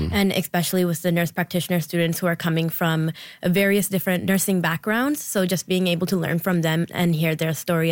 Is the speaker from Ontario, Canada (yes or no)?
yes; Scarborough, Ontario, Canada; Growing up in Scarborough, I was able to see how a lack of culturally responsive care or financial barriers or language barriers can make it difficult for families to access health care.